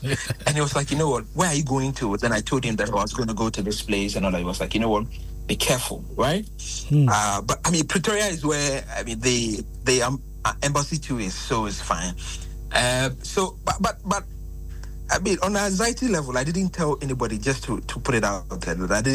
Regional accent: Ghana; being a Ghanaian

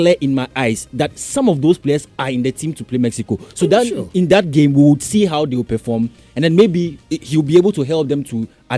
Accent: Ghana; I'm still a Ghanaian.

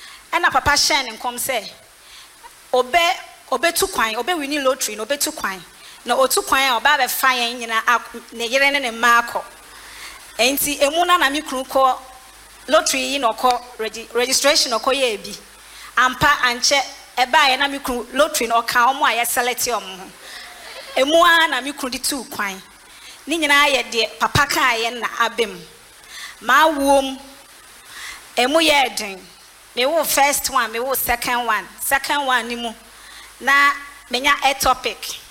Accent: Greater Accra, Ghana; I'm from Community 8.

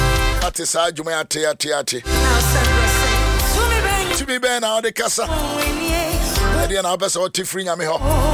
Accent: Canada; You know, Kase, I'm from Canada.

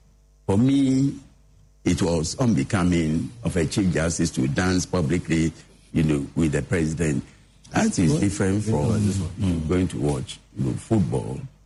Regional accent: Ghana; There are certain things that, as a Ghanaian, I think we shouldn't make, you know, heavy weather off.

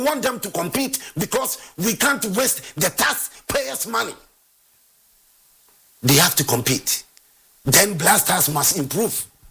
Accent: Ghana; I'm a Ghanaian.

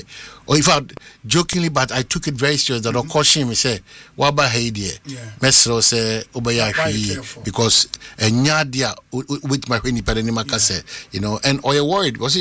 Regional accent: Nigeria; You know, I'm from Nigeria.

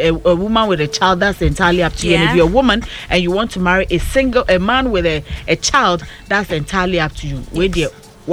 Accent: Koforidua, Eastern Region, Ghana; from Koforidua.

